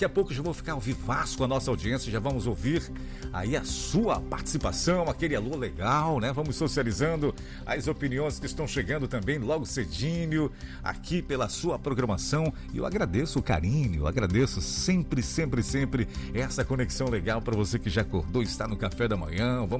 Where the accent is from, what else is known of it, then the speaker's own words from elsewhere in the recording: Alenquer, Pará, Brazil; born there; Grande abraço para vocês em Curuá, minha terrinha, minha querida Alenquer.